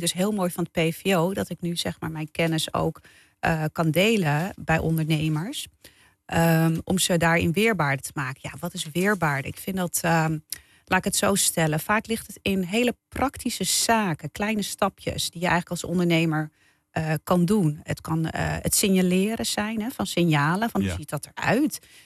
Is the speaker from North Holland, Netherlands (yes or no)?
yes; Haarlem, North Holland, Netherlands; also born or lived in Amsterdam; Ik ben geboren en getogen in Haarlem.